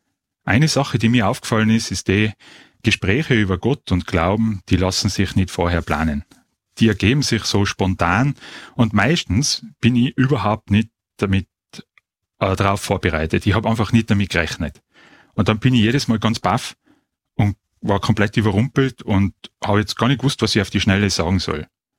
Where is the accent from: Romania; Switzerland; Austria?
Austria; Innsbruck, Tyrol; wie mein Dialekt verrät, stamme ich aus Innsbruck.